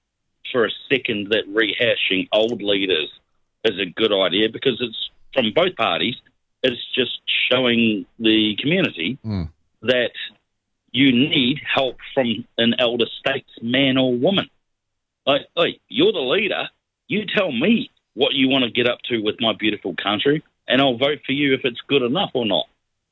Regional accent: New Zealand; moved away; being a Kiwi overseas, I could just do it digitally

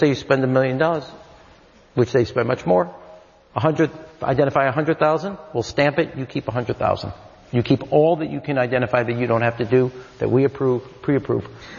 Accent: United States; born there; I think being born an American is winning the lottery ticket of life.

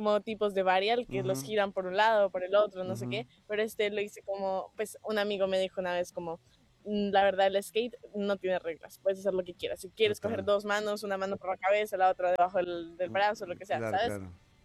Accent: Colombia; also born or lived in Mexico; Sí. Mis papás son colombianos, toda mi familia es colombiana. Nací en México... estaban pues de viaje y como trabajando ahí durante un tiempo, entonces viví como 2 años en México y después me mudé

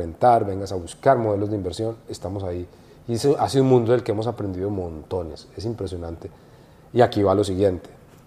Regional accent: Colombia; moved away as an adult; now in United States; Porque yo en Colombia era.

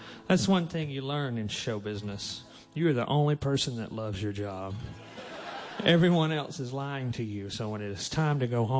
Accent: Alabama, United States; That sounds like some of that math where I grew up in Alabama.

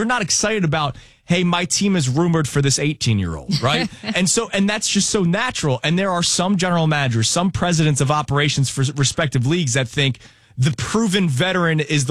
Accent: Philadelphia, Pennsylvania, United States; as a Philadelphian

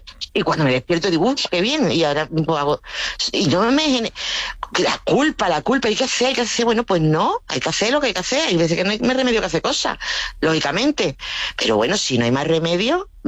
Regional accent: Seville, Andalusia, Spain; Que somos, éramos de Sevilla, que fuimos comprando las casas medio destruidas y las fuimos renovando.

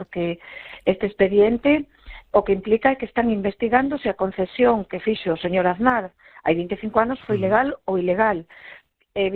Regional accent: Vigo, Galicia, Spain; pois como eurodiputada galega de Vigo, ademais, de Vigo

